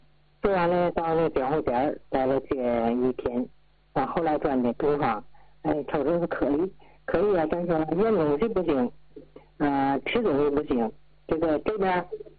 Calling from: Tianjin, China; 我家是天津永和。

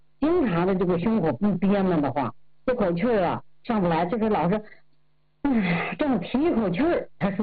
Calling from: Liaoning, China; 我家是辽宁的。

